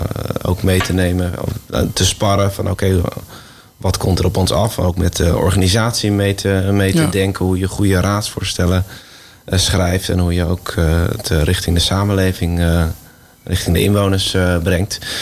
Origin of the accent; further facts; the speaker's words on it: Harderwijk, Gelderland, Netherlands; also born or lived in Drenthe / The Hague / Voorschoten; now in Baarn, Netherlands; Ik ben al vroeg in mijn jeugd verhuisd uit Baarn naar Drenthe. En vooral opgegroeid in Harderwijk en omgeving.